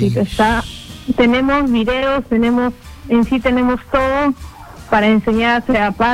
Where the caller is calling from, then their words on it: Lima, Peru; De Villa Salvador.